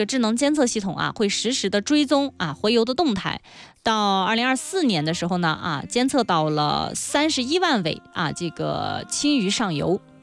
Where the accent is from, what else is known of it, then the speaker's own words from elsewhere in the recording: Qinghai, China; 我们青海人